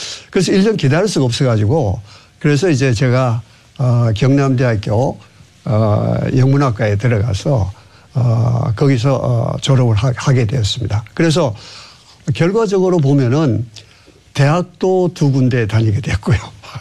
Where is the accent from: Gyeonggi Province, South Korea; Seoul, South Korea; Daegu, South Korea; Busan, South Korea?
Daegu, South Korea; moved away as an adult; 저는 그 고향이 대구입니다.